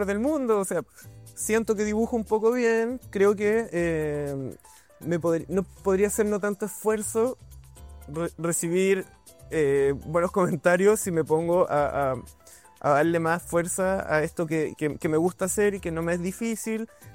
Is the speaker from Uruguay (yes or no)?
no; Quillota, Valparaíso, Chile; yo crecí en Quillota, entonces veníamos mucho a andar en skate a Viña